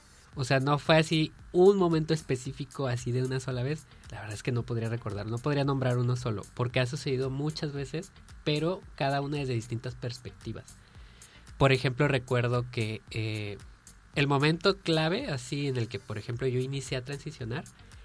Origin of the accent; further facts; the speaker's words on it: Zapopan, Jalisco, Mexico; moved away as an adult; now in Colima, Mexico; Yo soy de Guadalajara, de Zapopan, Jalisco.